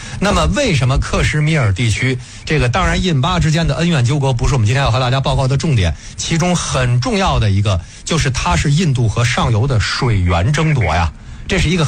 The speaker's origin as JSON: {"language": "Chinese", "country": "China", "said": "这个也是我作为一个中国人这个比较费解的"}